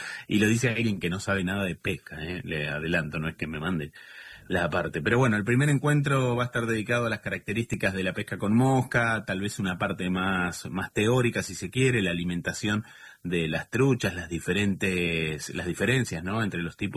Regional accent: Entre Ríos, Argentina; now in El Calafate, Argentina; Y eso que vengo de Entre Ríos.

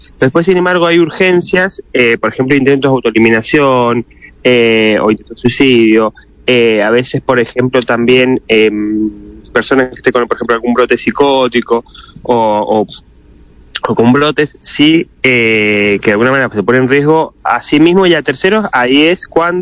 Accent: Argentina; como todos argentinos vamos

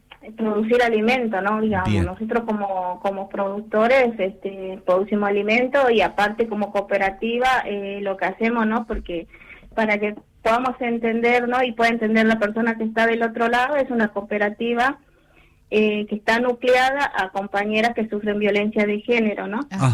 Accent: Puerto Viejo, Jujuy, Argentina; Sí, soy de Jujuy, de un pueblo muy chiquito que se llama Puerto Viejo.

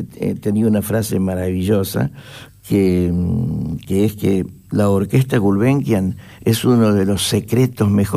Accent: Argentina; now in Portugal; Me fui a Portugal en 1976, como muchos argentinos, la gran diáspora

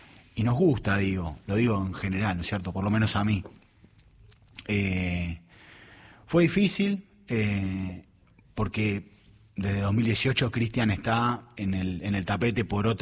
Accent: Buenos Aires, Argentina; yo viví toda mi vida en el barrio del Abasto

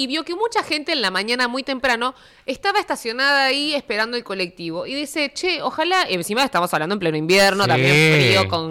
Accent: Argentina; Como argentinos siento que tenemos ese poder y estamos acostumbrados medio a estar cagadito a palos todo el tiempo

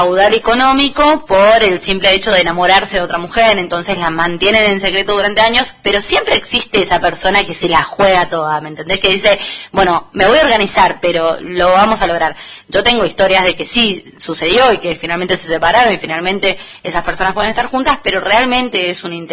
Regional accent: Buenos Aires, Argentina; born there; moved away as an adult; now in San Rafael, Argentina; yo nací en Buenos Aires, vivo hace 13 años en San Rafael, ya me siento más San Rafaelina que porteña

